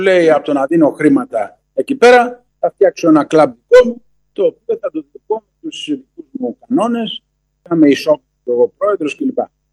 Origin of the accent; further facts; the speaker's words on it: Greece; εμείς ως Έλληνες το έχουμε βιώσει αυτό στο πετσί μας.